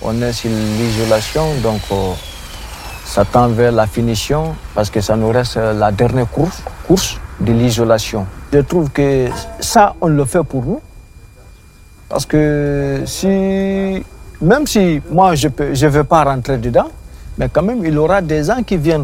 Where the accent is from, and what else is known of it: Guinea; moved away as an adult